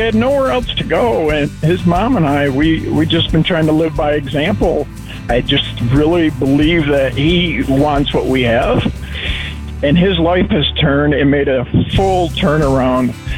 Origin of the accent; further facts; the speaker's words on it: Jackson, Ohio, United States; I am from Jackson. I'm actually I'm in Brilliant, Ohio, down by West Virginia.